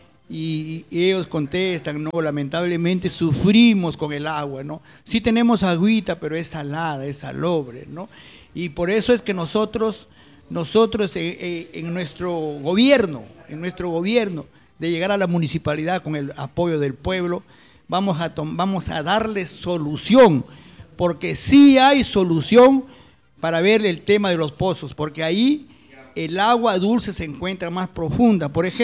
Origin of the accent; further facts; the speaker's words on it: Olmos, Lambayeque, Peru; mi pueblo de Olmos